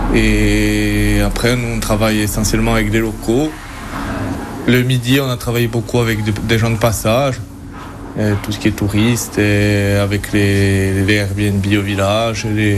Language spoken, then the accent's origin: French; Panta, France; Je suis originaire de Panta. Mes grands-parents étaient de Panta aussi. J'habitais un moment chez ma grand-mère quand j'étais petit.